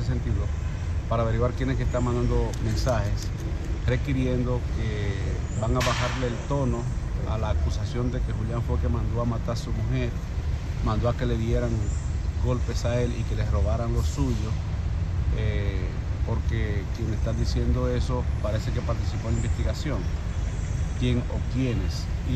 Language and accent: Spanish; Puerto Plata, Dominican Republic; also born or lived in Santiago, Dominican Republic; Pues yo soy de aquí prácticamente. Yo nací en Puerto Plata y Puerto Plata era parte del Departamento Judicial de Santiago. Y me eduqué aquí